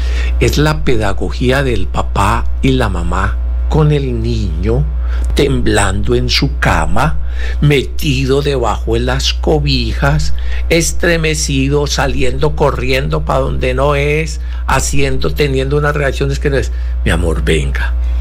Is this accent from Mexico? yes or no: no; Colombia; also born or lived in Barranquilla; nosotros, como cachacos y como por acá paisas, no conocíamos el fenómeno de los arroyos